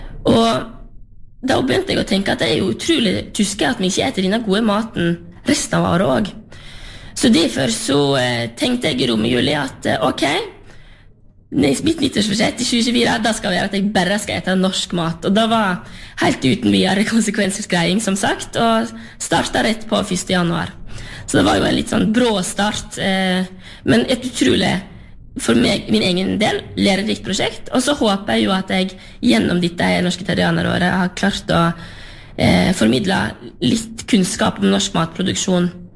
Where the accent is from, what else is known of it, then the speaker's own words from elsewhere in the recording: Sørheim, Vestland, Norway; som jeg kommer jo selv fra Lerigard på Sørheim